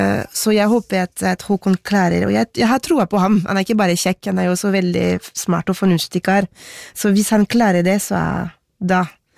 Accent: Paris, Île-de-France, France; Norwegian is a second language; now in Norway; Det er ikke sånn jeg trodde det skulle bli da jeg vokste opp i Paris, hvor jeg ble forklart at vi franskmenn 300 år siden, vi drepte kongen vår, vi.

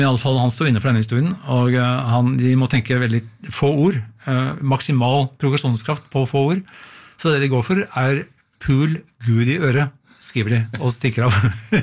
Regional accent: Lysaker, Akershus, Norway; Jeg vokste opp på Lysaker.

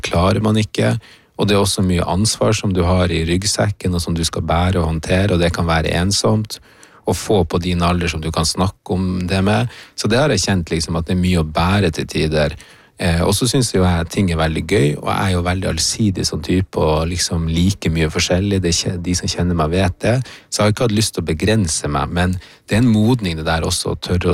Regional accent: Troms, Norway; also born or lived in Colombia; når vi var ute og lekte i nabolaget her på Kvaløya

